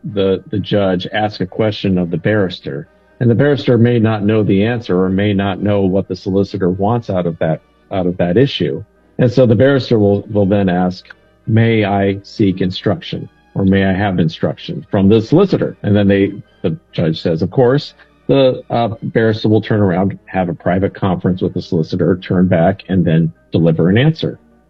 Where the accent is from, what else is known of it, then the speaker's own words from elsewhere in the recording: United States; as an American practitioner